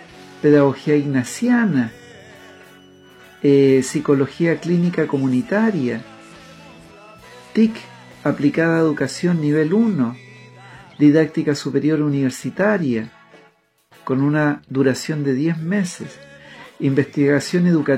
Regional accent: Chile; moved away; en mi país de origen, en Chile

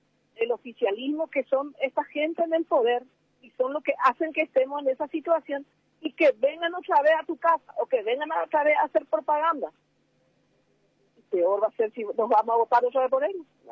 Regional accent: Paraguay; nuestros ojos constan como paraguayos, que hay compatriotas que están muriendo en el piso de un hospital público

